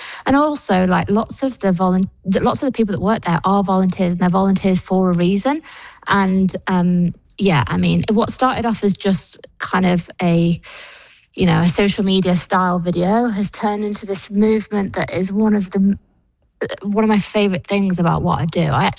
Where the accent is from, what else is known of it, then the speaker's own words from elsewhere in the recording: North West England, United Kingdom; I grew up like in Cheshire way, and I remember my mum used to take me to Knutsford, where all like the posher area